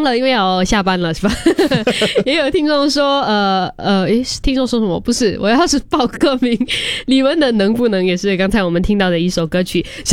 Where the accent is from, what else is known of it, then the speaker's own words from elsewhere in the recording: Chaozhou, Guangdong, China; 因为我是潮州人。